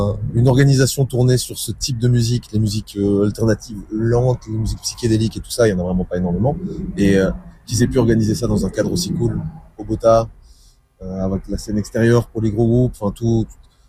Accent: Brussels, Brussels-Capital Region, Belgium; on est toujours très fiers de dire qu'on vient de Bruxelles et on veut représenter notre ville

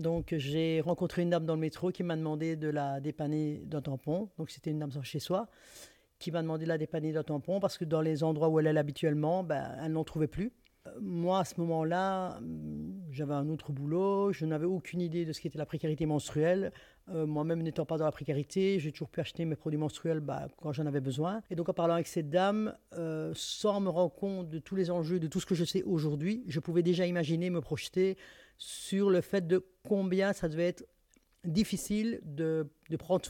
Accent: Brussels, Belgium; j'ai vraiment cherché ce qui se faisait chez nous, donc à Bruxelles, chez nous en Belgique

